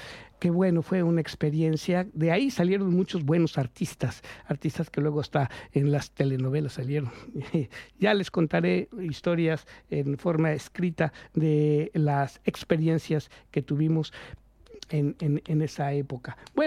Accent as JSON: {"language": "Spanish", "country": "Mexico", "said": "Yo desgraciadamente les voy a decir que como mexicano, pues ni ninguno de estos idiomas pues ha sido, no es que no hayan sido de mi interés, no han sido de mi práctica cotidiana."}